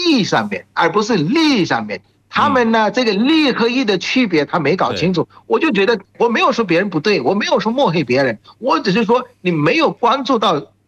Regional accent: Bangladesh; Chinese is a second language; now in China

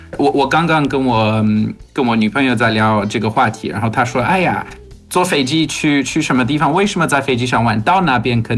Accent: South Africa; 我小时候在南非，我经常从约翰内斯堡飞到开普敦去看亲戚

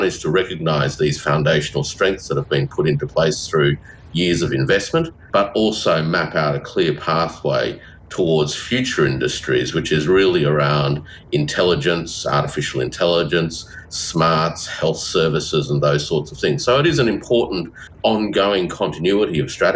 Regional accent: Macau; I grew up in Macau in the first half of the 1970s and went to school there, and I remember well a small casino-dominated place.

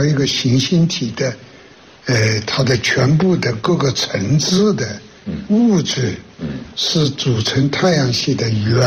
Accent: China; 我是个中国人啊，我一定要为中国的发展做出我自己尽力而为所能做出来的事情。

